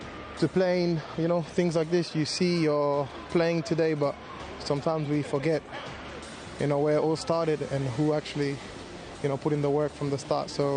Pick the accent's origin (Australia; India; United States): Australia; Adelaide, South Australia; moved away; also born or lived in Guinea; They fled the war in Liberia to find safety in Guinea, and that's where I was born. I grew up in Adelaide, Australia